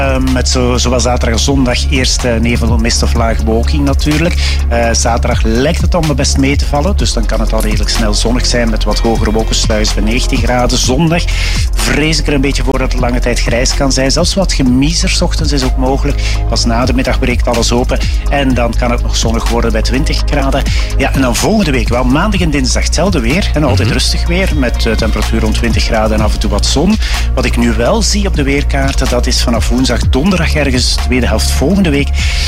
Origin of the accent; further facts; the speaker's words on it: Ghent, East Flanders, Belgium; Ik ben alleen maar van Gent, hè? Gent.